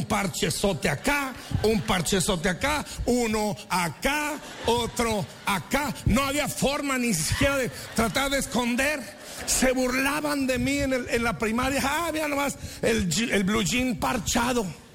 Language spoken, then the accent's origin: Spanish; Mexico; now in Anaheim, United States; los que somos mexicanos aquí